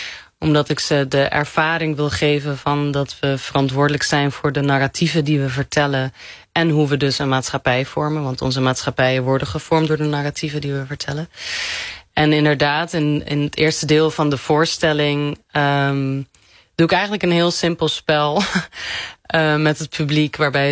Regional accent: Morocco; En ik kom uit Marokko en het is een islamitisch land, et cetera.

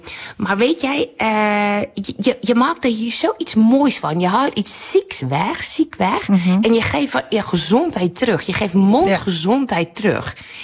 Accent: South Africa; now in Netherlands; Nou, ik kom natuurlijk uit Zuid-Afrika.

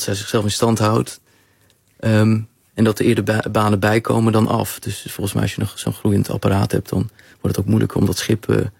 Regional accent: Netherlands; moved away as an adult; Ja, ik laat mezelf terugkeren naar het ouderlijk huis. Ja. In de muziekwijken waar ik ben opgegroeid.

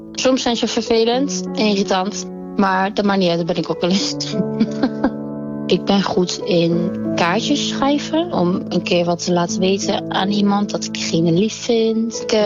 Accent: Hertme, Overijssel, Netherlands; also born or lived in Borne; Ik ben 25 jaar oud. Ik kom uit Herpmen, een klein dorpje in Overijssel, die vaak niemand kent. Nou, ik woonde eerst in Borne, dat is een klein dorpje naast.

